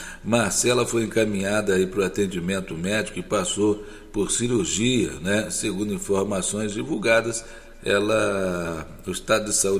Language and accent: Portuguese; Brazil; a gente é brasileiro